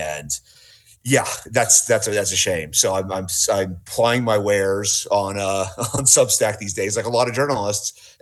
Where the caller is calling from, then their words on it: Bozeman, Montana, United States; Bozeman, Montana.